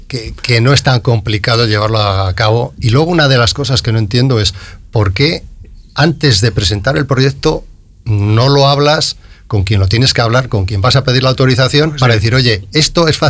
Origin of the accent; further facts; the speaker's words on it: Castile and León, Spain; Yo soy castellano.